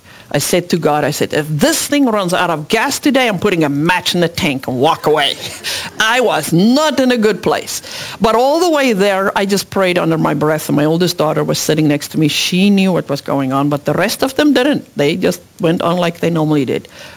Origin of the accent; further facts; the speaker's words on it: South Africa; English is a second language; moved away as an adult; now in United States; I'm an immigrant from South Africa, and when my kids were little, it was very lonely. I couldn't speak English that well.